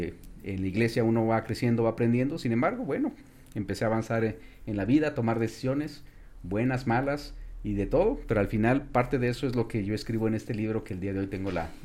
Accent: Mexico; soy mexicano, casado ya hace 24 años, con dos hijos

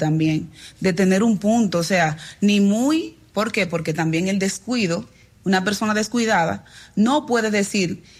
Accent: Dominican Republic; Soy dominicana.

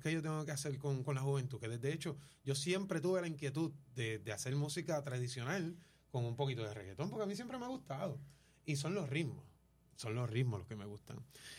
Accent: Puerto Rico; Es la música que nos identifica como puertorriqueños.

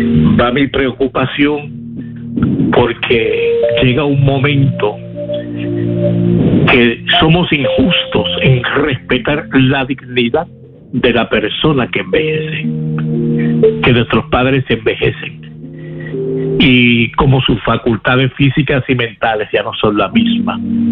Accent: Puerto Rico

